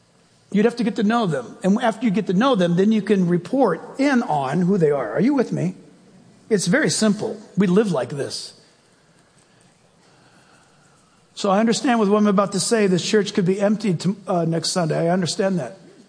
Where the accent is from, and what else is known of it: United States; born there